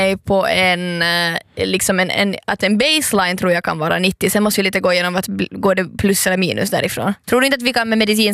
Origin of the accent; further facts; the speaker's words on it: Ostrobothnia, Finland; Sen har jag ju ett problem att jag är från Österbotten. Jag pendlar till Österbotten regelbundet.